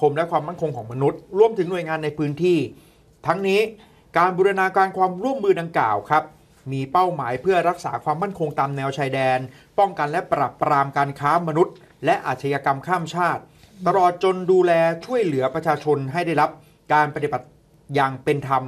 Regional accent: Rayong, Thailand; กระจูดนี่คือก็คือมาจากต้นกระจูดถ้าเป็นบ้านเราก็อยู่ที่จังหวัดระยอง

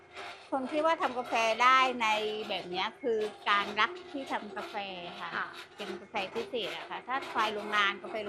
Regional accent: Surat Thani, Thailand; เป็นคนสุราษฎร

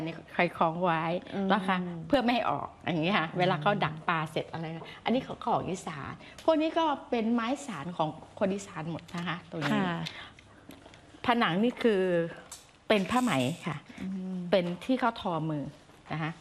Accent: Ubon Ratchathani, Thailand; เราเป็นคนอุบล

